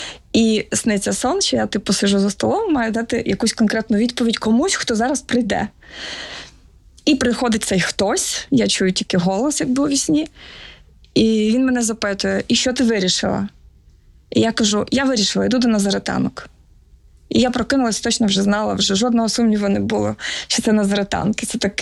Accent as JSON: {"language": "Ukrainian", "town": "Zhytomyr", "region": "Zhytomyr Oblast", "country": "Ukraine", "tie": "born there", "said": "Я народилася в Житомирі в християнській родині."}